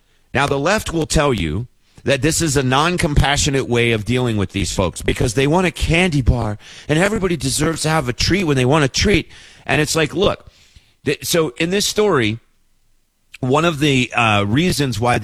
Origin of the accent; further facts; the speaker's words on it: Wilmore, Kentucky, United States; And there's a grocery store in my hometown of Wilmore, owned by the wonderful Fitch family.